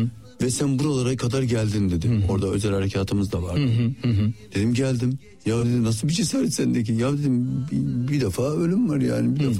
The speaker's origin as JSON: {"language": "Turkish", "region": "Adana", "country": "Turkey", "tie": "born or raised there", "said": "Canım Adana'nın ben Varoş mahallesinde işte gettosu, Koca Vezir denilen bir yerdir. Hani böyle orada yetiştim."}